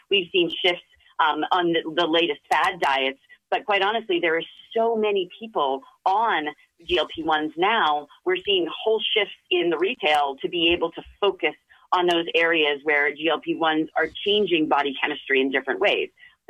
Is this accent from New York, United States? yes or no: no; Boston, Massachusetts, United States; I was born and brought up in Boston. I went to Smith and I went to Harvard.